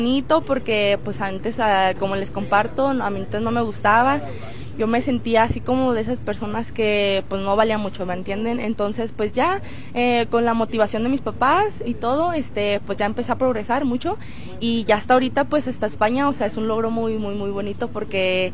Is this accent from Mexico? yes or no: yes; Durango, Mexico; soy duranguense